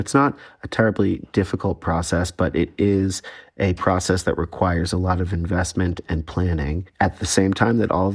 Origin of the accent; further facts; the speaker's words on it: New York, United States; It's really quite clean, enviably clean from my perspective as a New Yorker.